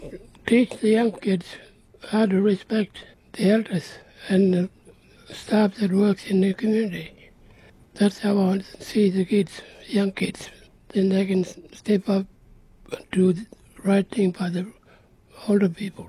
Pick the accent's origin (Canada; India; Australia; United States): Australia; Ikuntji, Northern Territory; also born or lived in Papunya; Well, Ikunji is my home. I was raised there from a little boy. I was born in Bubanya, but my family grew me up at Asplab, Ikunji. That's where I belong, because of my grandfather.